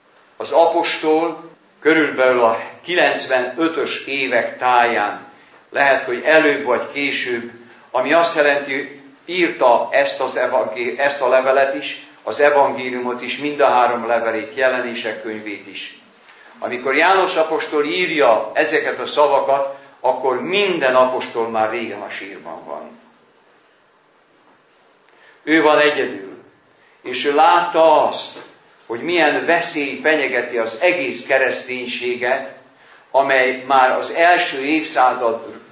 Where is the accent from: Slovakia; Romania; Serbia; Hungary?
Serbia; Vojvodina; moved away; Odahaza Vajdaságban